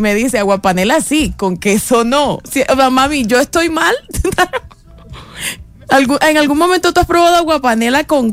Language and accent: Spanish; Cereté, Córdoba, Colombia; also born or lived in Ciénaga de Oro; now in Bogotá, Colombia; Yo soy orgullosamente de Cerete, Ciénaga de Oro y Cerete, Córdoba, básicamente.